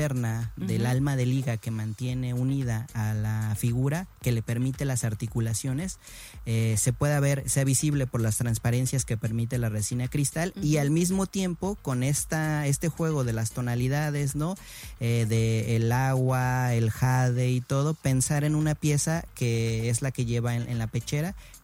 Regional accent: Mexico City, Mexico; yo soy de Ciudad de México

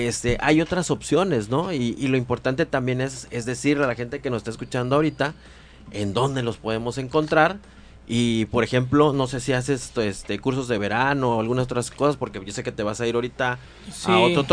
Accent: León, Guanajuato, Mexico; moved away; En mi pueblo, León, Guanajuato.

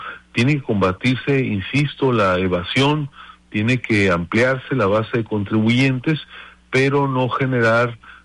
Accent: Mexico

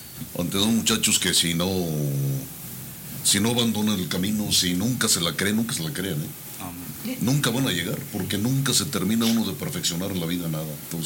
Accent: Mexico

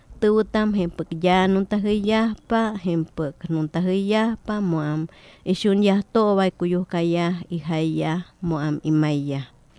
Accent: Veracruz, Mexico; first language Sierra Popoluca; Spanish is a second language; now in Xalapa, Mexico; Aprendí a leer y escribir en mi lengua materna en la materia de lengua local que nos daban en la universidad. Uh-huh. Y pues en el año 2019 cuando llegué a trabajar acá a Jalapa, pues en mi lengua materna pues empecé a realizar traducciones del español al Popoluca de la sierra

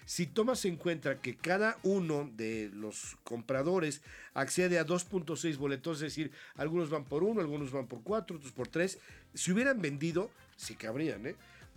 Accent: Mexico

